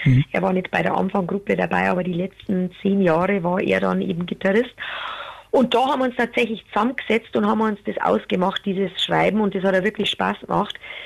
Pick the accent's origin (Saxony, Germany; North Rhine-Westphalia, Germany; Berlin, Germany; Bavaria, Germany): Bavaria, Germany; Ich stehe ja auch auf so feste bayerische Wendungen, auch gerne in meinen Songs. Und bei uns in Bayern gibt es ja ein paar so Anmachsprüche